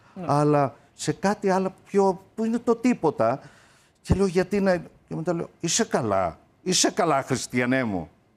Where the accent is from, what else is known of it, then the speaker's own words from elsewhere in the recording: Amaliada, Western Greece, Greece; την πήρα και τη φύτεψα στο χωριό μου, στην Αμαλιάδα.